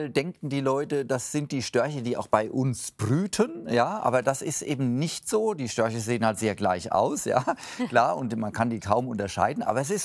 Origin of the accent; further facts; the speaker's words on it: Büttelborn, Hesse, Germany; Und da wundern sich die Menschen in Wiesbaden oder in meiner Heimat bei Büttelborn.